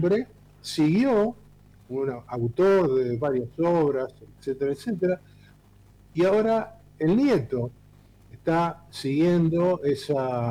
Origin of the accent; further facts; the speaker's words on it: Buenos Aires, Argentina; moved away as an adult; now in Italó, Argentina; yo soy de Buenos Aires y vine hace unos años.